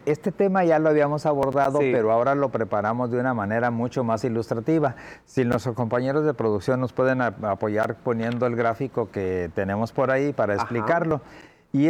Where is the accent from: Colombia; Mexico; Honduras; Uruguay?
Mexico